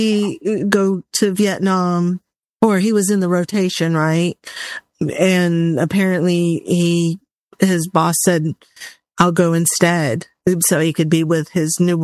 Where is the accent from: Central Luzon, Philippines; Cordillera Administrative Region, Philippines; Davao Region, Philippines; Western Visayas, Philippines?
Central Luzon, Philippines; Angeles; born there; I was born in 1966 in Angeles, Pampanga in the Philippines.